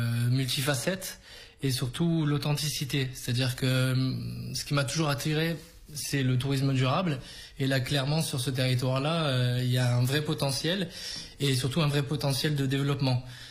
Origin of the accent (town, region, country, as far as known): Avignon, Provence-Alpes-Côte d'Azur, France; born there; now in Bédarieux, France